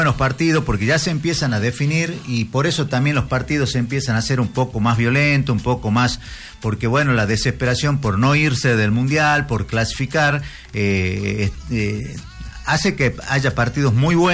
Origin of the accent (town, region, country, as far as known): Argentina